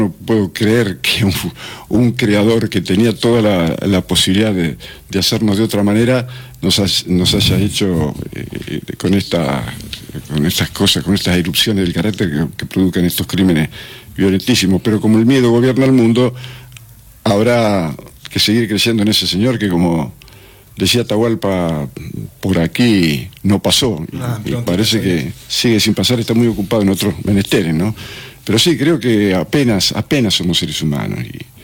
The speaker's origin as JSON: {"language": "Spanish", "country": "Argentina", "said": "yo soy hijo de una familia católica, ¿cómo se dice? Católica, apostólica y romana. No sé por qué, porque somos argentinos"}